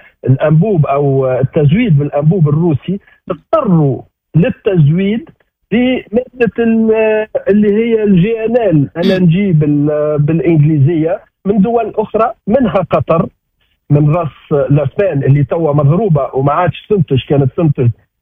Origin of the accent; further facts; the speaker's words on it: Tunisia; احنا في تونس